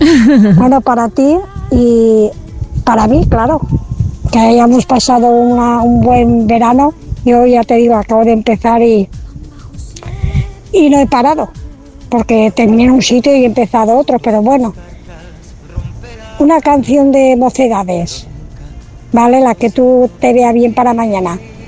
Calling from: Anna, Valencian Community, Spain

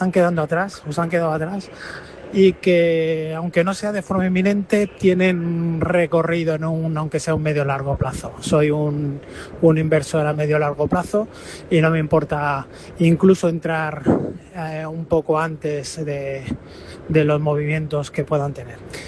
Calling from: Madrid, Community of Madrid, Spain; desde Madrid.

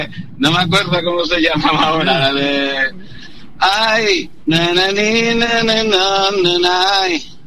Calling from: Punta Umbría, Andalusia, Spain; No, vivo en Punta Umbría

